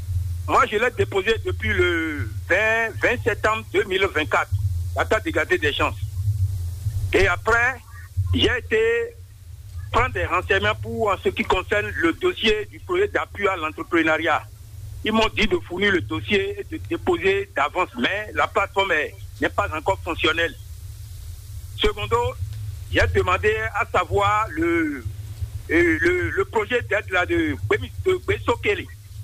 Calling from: Porto-Novo, Ouémé, Benin; Je vous appelle depuis Rolanda 2, Porto Novo.

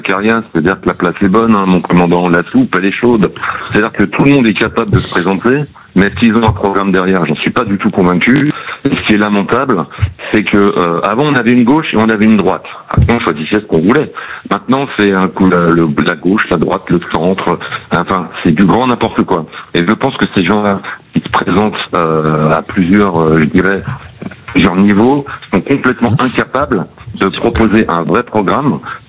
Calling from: Courson-les-Carrières, Bourgogne-Franche-Comté, France; je suis à Courson-les-Carviens, je suis à côté d'Auxerre.

